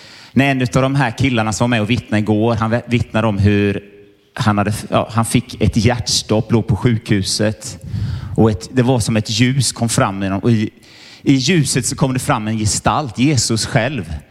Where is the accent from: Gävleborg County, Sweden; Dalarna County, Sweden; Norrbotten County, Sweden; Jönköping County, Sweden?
Jönköping County, Sweden; Mullsjö; Alltså jag är från början kommer faktiskt från Mullsjö, så jag är västgöte.